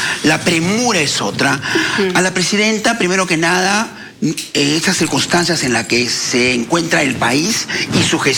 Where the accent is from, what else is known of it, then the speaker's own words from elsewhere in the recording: Peru; Seamos conscientes como peruanos.